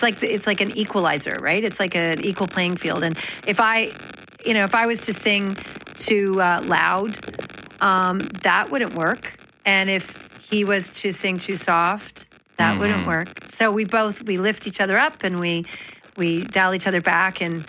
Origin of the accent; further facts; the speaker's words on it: Manitoba, Canada; Growing up in Manitoba, I always tell this story